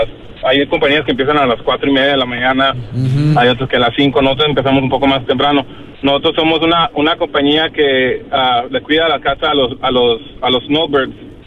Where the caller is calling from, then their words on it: Phoenix, Arizona, United States; les hablo desde Phoenix, Arizona.